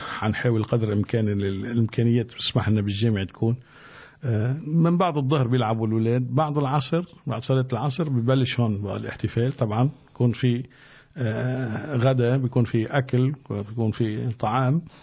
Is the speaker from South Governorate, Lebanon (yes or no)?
no; Tripoli, North Governorate, Lebanon; احنا عندنا بطرابلس